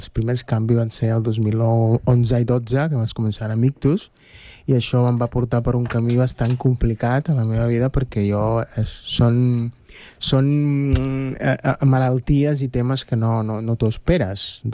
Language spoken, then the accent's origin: Catalan; Cuba; first language Spanish; Catalan is a second language; now in Rubí, Spain; que s'assemblava molt al meu poble i a Cuba